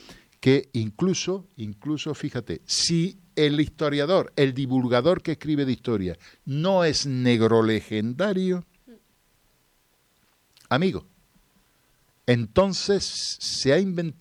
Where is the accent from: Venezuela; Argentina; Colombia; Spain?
Spain; yo sea un divulgador español